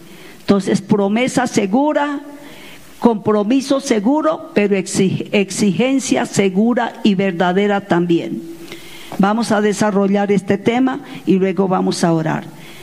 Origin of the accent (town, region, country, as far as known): Colombia